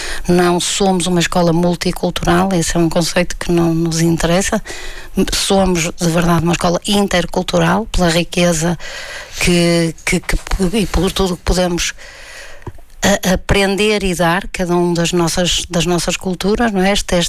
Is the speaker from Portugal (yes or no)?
yes; Braga, Norte, Portugal; Eu que sempre vivi na cidade onde nasci, etc., e aqui estudei também na Universidade do Minho